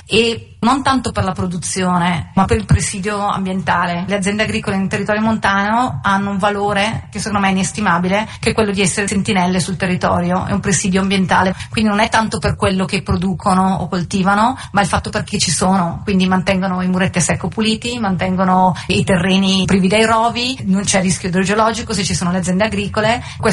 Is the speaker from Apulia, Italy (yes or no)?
no; Ospitaletto, Lombardy, Italy; non sono originaria di qua, sono bresciana, sono di Ospitaletto. Vissuta per tantissimi anni all'estero